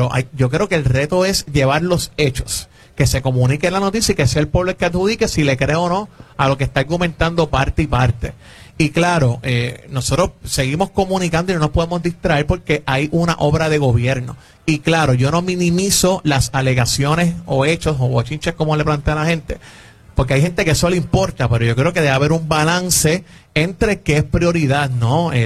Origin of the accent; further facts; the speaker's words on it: Santurce, Puerto Rico; De Santurce, Puerto Rico, con mucho orgullo. Estudié aquí toda mi vida, nacido y criado aquí.